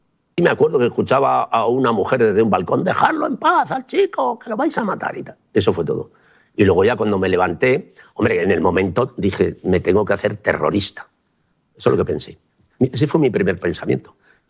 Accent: Community of Madrid, Spain; yo vengo de ese, en ese barrio de prosperidad, que era un barrio muy tranquilo

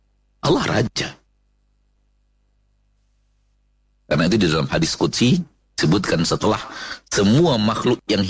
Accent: Pekanbaru, Riau, Indonesia; Kita orang Pekanbaru, orang Riau, dan Sumatera secara umum

